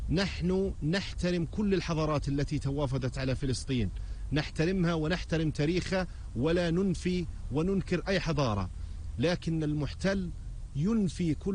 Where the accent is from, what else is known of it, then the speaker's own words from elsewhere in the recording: Palestine; نحن كفلسطينيين لدينا ما لدينا من الخبرات والطاقات الفلسطينية